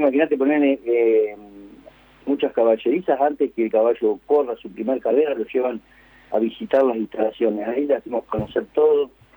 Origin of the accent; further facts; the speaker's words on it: Lincoln, Buenos Aires Province, Argentina; moved away as an adult; Y mira, la verdad que a mí me gustó siempre, de chico, en Lincoln. Un día pasé por el hipódromo y me enamoré. Y bueno, tuve la suerte de venir acá hace 40 años este año. Vine a los 22 años.